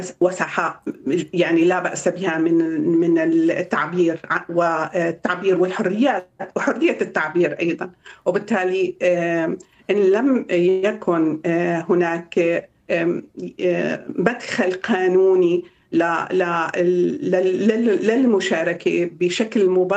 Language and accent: Arabic; Syria; بالحقيقة نحن كسوريين وقانونيين وقضاة ومحامين ننتظر هذا المرسوم